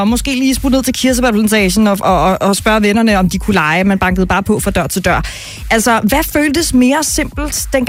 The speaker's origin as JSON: {"language": "Danish", "town": "Vordingborg", "region": "Zealand", "country": "Denmark", "tie": "born or raised there", "moved": "yes", "said": "det er jo min gamle hjemstavn. Der er jeg jo vokset op og gået i folkeskole"}